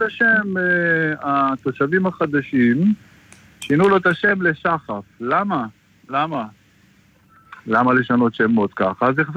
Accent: Hadera, Haifa District, Israel; אנחנו, אולגה ותיקה

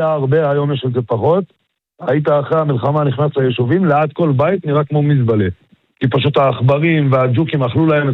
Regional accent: Marjayoun, Nabatieh Governorate, Lebanon; moved away; אני גדלתי בצד השני, נולדתי שמה.

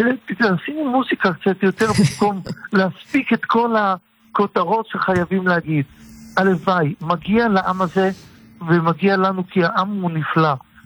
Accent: Tel Aviv, Tel Aviv District, Israel; born there; אני יליד תל אביב

